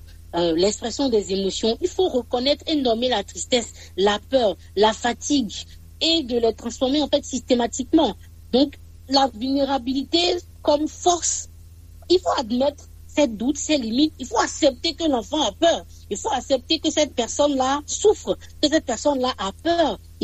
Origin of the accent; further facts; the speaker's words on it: Benin; chez nous, en Afrique, particulièrement au Bénin